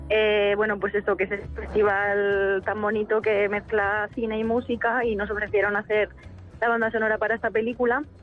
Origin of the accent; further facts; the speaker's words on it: Santa Engracia, Spain; porque como las dos somos de Santa Engracia, nos hemos criado allí, pues siempre hemos cantado juntas